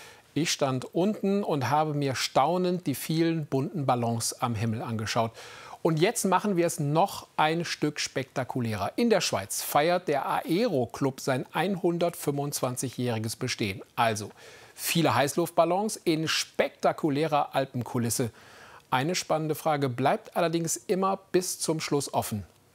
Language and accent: German; North Rhine-Westphalia, Germany; Ich komme ja gebürtig aus dem Münsterland